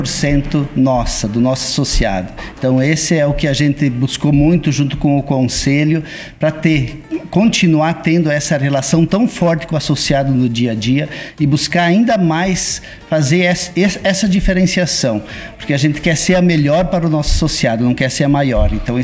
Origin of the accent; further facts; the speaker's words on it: Iraceminha, Santa Catarina, Brazil; Iraceminha, minha terra natal